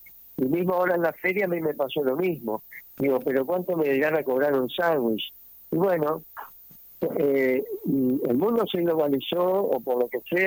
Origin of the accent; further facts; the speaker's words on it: Uruguay; ¿usted es uruguayo? Sí, le digo.